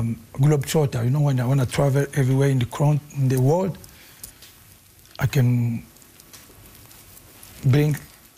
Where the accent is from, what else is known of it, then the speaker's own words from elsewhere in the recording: Kinshasa, DR Congo; first language Lingala; English is a second language; I never speak Swahili when I grew up in Kinshasa, I speak just Lingala, a little bit French.